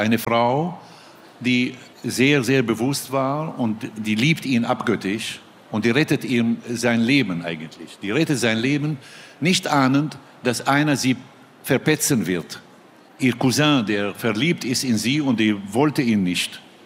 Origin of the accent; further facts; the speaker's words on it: Syria; moved away as an adult; now in Germany; Also es ging mir so gut als Kind in der Demokratie in Syrien. Es ging mir so gut, dass meine Eltern wohlhabend sind. Ich musste gar nichts. Ich bin in eine Elite-Schule der Christen geschickt worden.